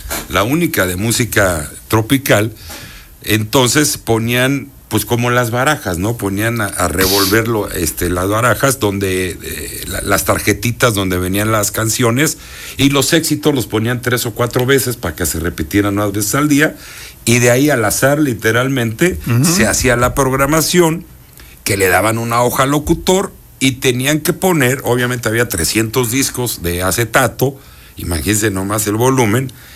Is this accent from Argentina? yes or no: no; Puebla, Mexico; Nací en Puebla.